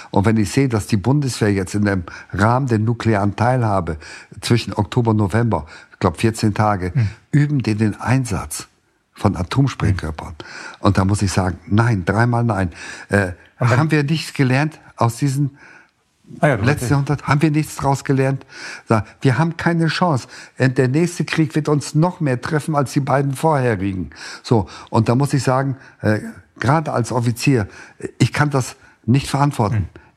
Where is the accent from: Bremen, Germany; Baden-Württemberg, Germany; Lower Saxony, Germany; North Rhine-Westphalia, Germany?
Lower Saxony, Germany; Lohne; und dann natürlich auch sind wir in einem Vertriebenenlager aufgewachsen, als Kind am Rande eines kleinen Städtchens, weit am Rande, nur